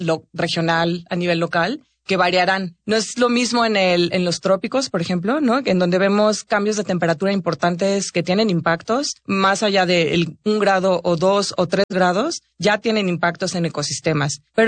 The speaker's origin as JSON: {"language": "Spanish", "country": "Mexico"}